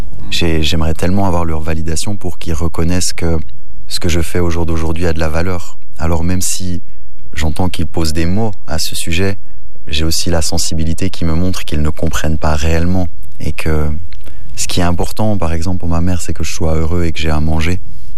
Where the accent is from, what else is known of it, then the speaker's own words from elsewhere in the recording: Switzerland; born there; Mais disons que pour mes parents, ça a été très difficile dans le fait que je suis né en Suisse.